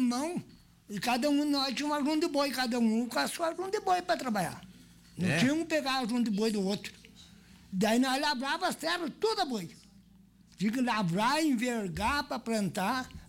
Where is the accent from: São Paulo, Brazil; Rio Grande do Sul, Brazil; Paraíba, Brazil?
Rio Grande do Sul, Brazil; Tio Hugo; born there; Eu nasci na linha Machado de Ibirapuitã.